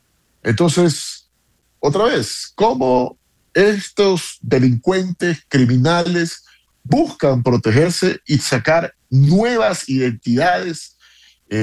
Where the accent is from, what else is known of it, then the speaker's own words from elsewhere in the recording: Ecuador; no lo digo solamente como ministro del Ecuador, lo digo como ciudadano ecuatoriano